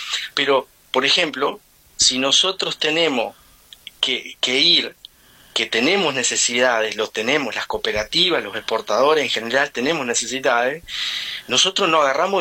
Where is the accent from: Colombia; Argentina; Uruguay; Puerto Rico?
Uruguay; de mi punto de vista, como uruguayo